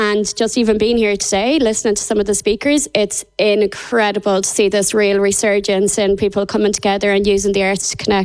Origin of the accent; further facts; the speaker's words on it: Castlebar, Connacht, Ireland; also born or lived in London; I am from Castlebar, so based in Castlebar, just 5 minutes out the road. And when I was moving home from London, when we decided to make the move